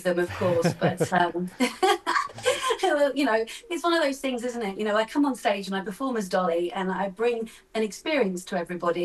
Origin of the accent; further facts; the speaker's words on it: Kent, South East England, United Kingdom; I grew up on an estate in Kent.